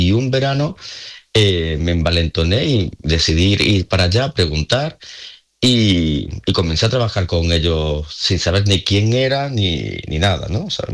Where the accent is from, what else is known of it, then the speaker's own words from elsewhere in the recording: La Rambla, Andalusia, Spain; Eso era una residencia que se hacía los veranos en La Rambla, en mi pueblo natal.